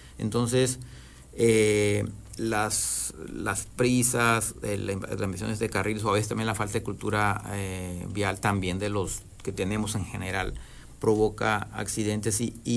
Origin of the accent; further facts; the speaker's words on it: Mexico; Pero tú sabes, como todo mexicano, pues nos vamos olvidando y dando prioridades a cosas.